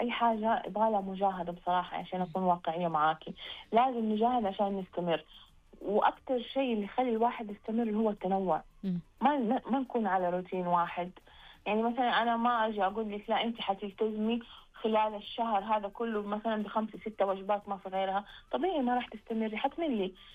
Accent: Saudi Arabia; احنا كشعب سعودي

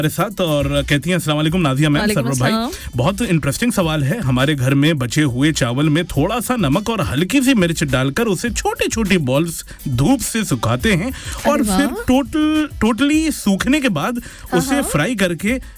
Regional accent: Aligarh, Uttar Pradesh, India; हम लोग यूपी से हैं, उत्तर प्रदेश से हैं, इंडिया से हैं, और इंडिया में यूपी के अंदर एक जगह है अलीगढ़, वहां से हैं, और अलीगढ़ में एक मोहल्ला है सर सैयद नगर, वहां से हैं।

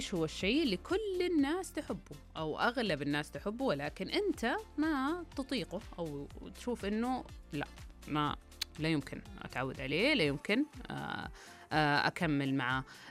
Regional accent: Riyadh, Riyadh Province, Saudi Arabia; born there; انا مولوده في الرياض، يعني في الصحراء، فاحب الصحراء اكتر.

